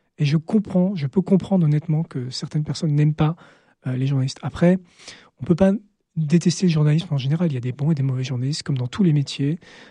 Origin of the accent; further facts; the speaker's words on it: Palaiseau, Île-de-France, France; j'ai grandi, en fait, dans une banlieue parisienne assez banlieue dortoir, assez désincarnée, plutôt aisée. C'est Palaiseau, pour ceux qui connaissent dans l'Essonne.